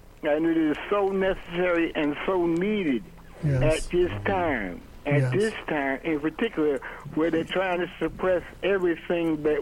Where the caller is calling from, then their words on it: Paterson, New Jersey, United States; I am also from New Jersey, from Paterson, New Jersey.